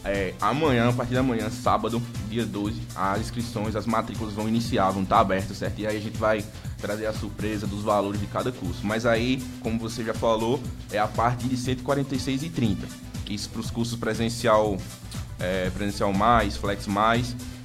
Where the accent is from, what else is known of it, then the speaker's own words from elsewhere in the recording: Campina Grande, Paraíba, Brazil; eu sou de Campina Grande, natural de Campina Grande.